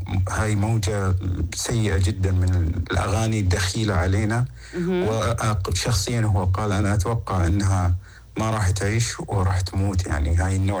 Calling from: Saudi Arabia; أنا من السعودية.

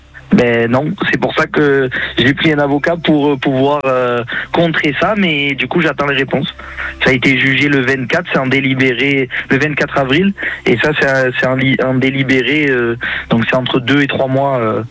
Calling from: Provence-Alpes-Côte d'Azur, France; Je suis à côté de Bolène, en dessous de Montélimar exactement.

